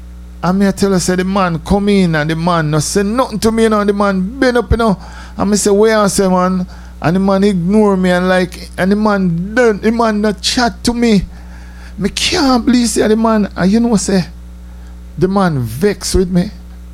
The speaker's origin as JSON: {"language": "English", "country": "Jamaica", "also_born_or_lived": "White Plains", "moved": "yes"}